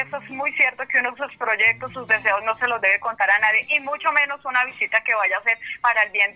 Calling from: Honda, Tolima, Colombia; De Onda Tolima.

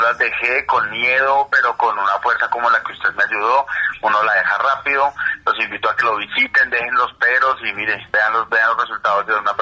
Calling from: Fresno, Tolima, Colombia; yo estoy hablando aquí desde el Fresno, Tolima.

